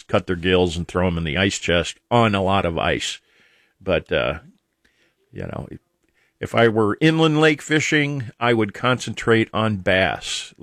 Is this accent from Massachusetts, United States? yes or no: no; Akron, Ohio, United States; born there; I was born in Akron, just like the first rubber worm.